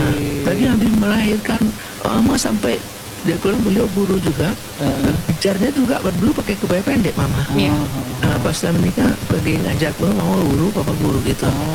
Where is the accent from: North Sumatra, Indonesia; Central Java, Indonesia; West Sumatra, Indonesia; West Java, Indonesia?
West Sumatra, Indonesia